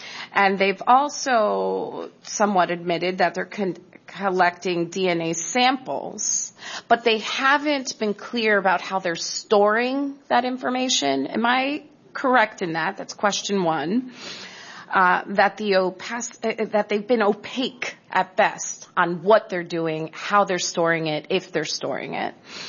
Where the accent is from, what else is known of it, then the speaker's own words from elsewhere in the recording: New Jersey, United States; Excuse my language. I'm from New Jersey. This is how we talk.